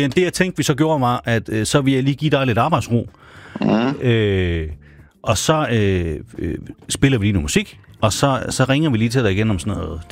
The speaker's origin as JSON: {"language": "Danish", "region": "Jutland", "country": "Denmark", "said": "mig og …, vi er to jyske mænd"}